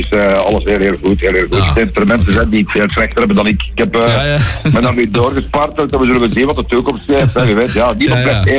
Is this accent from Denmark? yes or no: no; Sint-Joris-Winge, Flanders, Belgium; ik kom van Teltwing, van Sint Joris Wing, dat ik verhuisd ben.